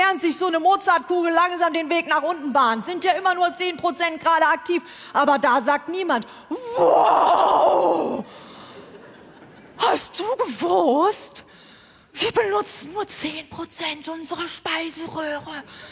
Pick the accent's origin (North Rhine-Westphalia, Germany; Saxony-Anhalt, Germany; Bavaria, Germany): North Rhine-Westphalia, Germany; Ich komme aus Westfalen